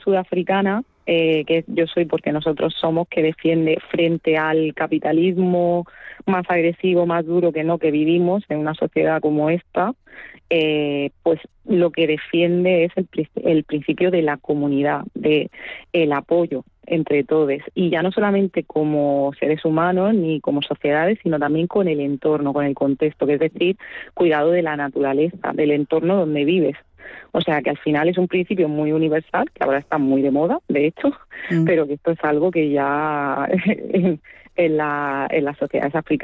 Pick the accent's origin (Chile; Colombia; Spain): Spain; born there; nosotras no dejamos de ser niñas afrodescendientes que obviamente han nacido en España, pero que tienen una herencia cultural de la que se sienten muy orgullosas, ecuatoguineana